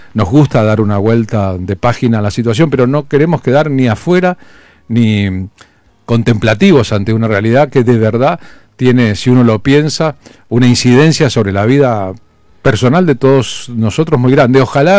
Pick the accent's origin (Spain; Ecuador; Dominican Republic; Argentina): Argentina